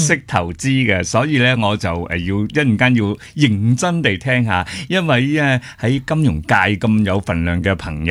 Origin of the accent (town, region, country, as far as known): Hong Kong